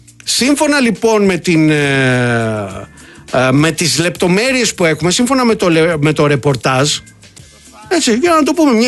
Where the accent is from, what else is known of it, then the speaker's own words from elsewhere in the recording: Molaoi, Peloponnese, Greece; Αλήθεια που λέμε και στο χωριό μου. Το λέμε και εμένα και εμείς στο χωριό μου και στους Μολάους το λέμε το by the book.